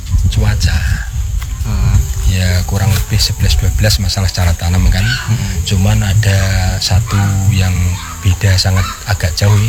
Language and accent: Indonesian; Blora, Central Java, Indonesia; moved away as an adult; dari Jawa sana sendiri, dari kampung. Aku kan Jawa Tengah, Blora. Blora.